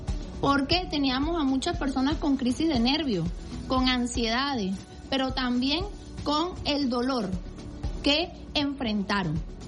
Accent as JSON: {"language": "Spanish", "country": "Venezuela", "lives_now": "Caracas, Venezuela"}